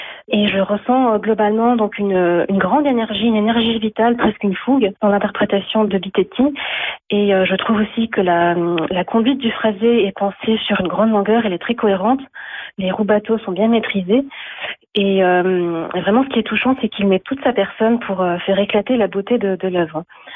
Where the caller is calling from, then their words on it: Noisy-le-Roi, Île-de-France, France; je suis guitariste amateur et je vis à Noisy-le-Roi dans les Yvelines.